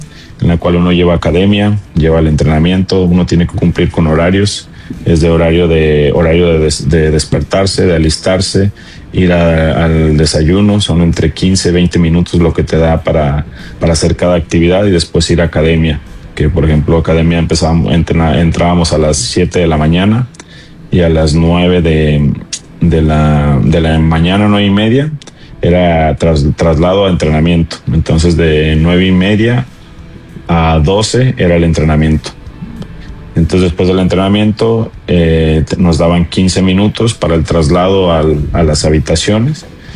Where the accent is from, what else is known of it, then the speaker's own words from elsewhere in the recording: Noria de Ángeles, Zacatecas, Mexico; Entonces, soy de ahí, de Noria de Ángeles.